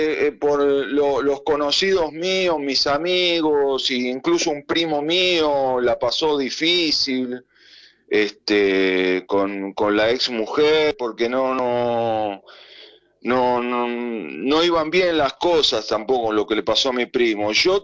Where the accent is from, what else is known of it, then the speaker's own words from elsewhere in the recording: Lanús, Buenos Aires Province, Argentina; porque yo tengo pensado mudarme a Lanús, porque yo viví y me crié en Lanús.